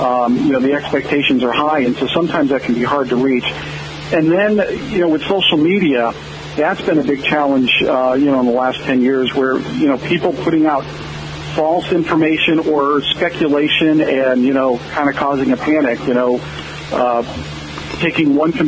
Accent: Connecticut, United States; moved away as an adult; I grew up in Connecticut

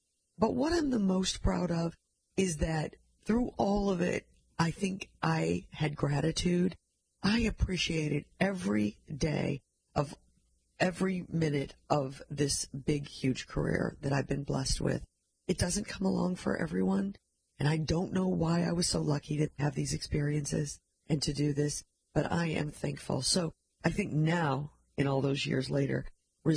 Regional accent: St. Louis, Missouri, United States; also born or lived in Jefferson City, Missouri; I grew up in St. Louis, but when I was in high school, my dad was transferred to Jefferson City, Missouri, which is right in the middle of the state.

